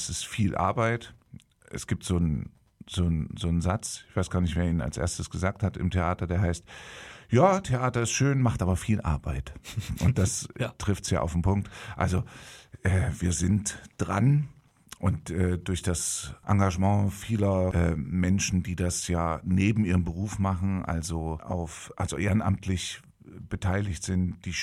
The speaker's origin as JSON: {"language": "German", "town": "Gotha", "region": "Thuringia", "country": "Germany", "tie": "born there", "said": "Also ich bin gebürtiger Gothaer"}